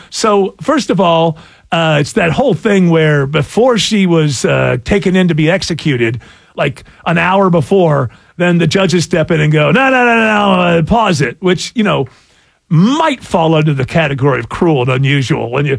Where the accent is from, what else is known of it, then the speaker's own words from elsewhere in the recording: England, United Kingdom; I'm English